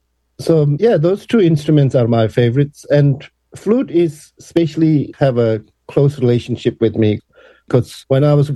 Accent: Dharamsala, Himachal Pradesh, India; born there; moved away; also born or lived in Nepal; my little town that I was growing up in Dharamsala in India. That was after I moved from Nepal to India

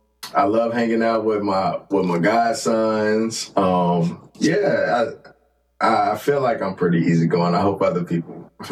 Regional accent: Gary, Indiana, United States; The second thing I hear whenever I tell people I'm from Gary.

